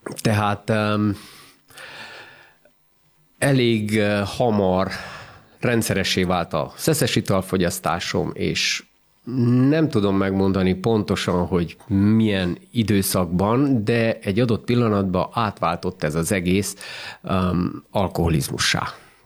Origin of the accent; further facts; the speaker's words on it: Marghita, Bihor, Romania; Margitán születtem, ott is nevelkedtem, ott érettségiztem